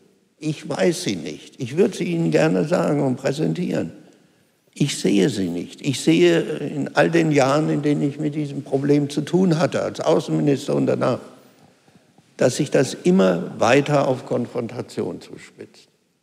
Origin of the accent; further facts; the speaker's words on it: Germany; Da bin ich Deutscher durch und durch.